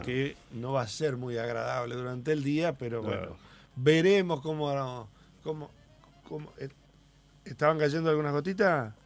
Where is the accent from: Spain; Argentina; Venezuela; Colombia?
Argentina; Los Sauces, Entre Ríos; la escuelita nuestra era la número 33, Los Sauces, Distrito Sauce, Departamento Paraná, Entre Ríos. ¿Sí? Yeah. Bueno, todavía está, por supuesto, en mi pueblo.